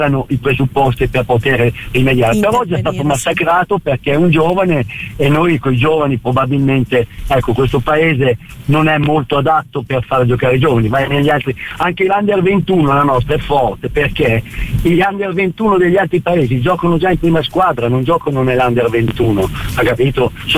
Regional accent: Emilia-Romagna, Italy; io sono emiliano

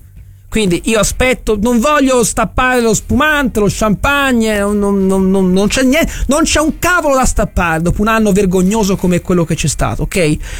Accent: Florence, Tuscany, Italy

